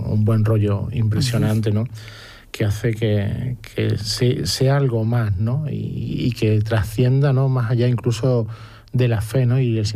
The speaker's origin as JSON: {"language": "Spanish", "region": "Extremadura", "country": "Spain", "said": "Como extremeño, fundamentalmente con Fray José."}